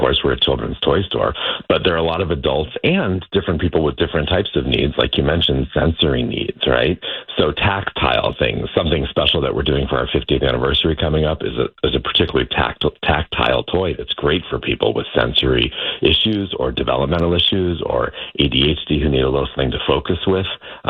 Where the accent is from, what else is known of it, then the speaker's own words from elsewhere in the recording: San Diego, California, United States; moved away as an adult; I left what I was doing on the East Coast. I'm from San Diego.